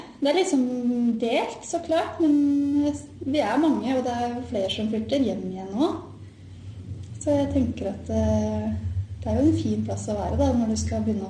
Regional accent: Buskerud, Norway; Født og oppvokst I Hallingdal, kan jeg jo si. For jeg jo bodd på Nes egentlig som I starten, og så har jeg vært på Gol de siste årene.

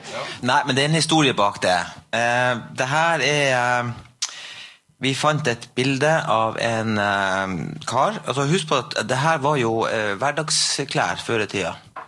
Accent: Porsanger, Finnmark, Norway; Jeg er fra Porsanger

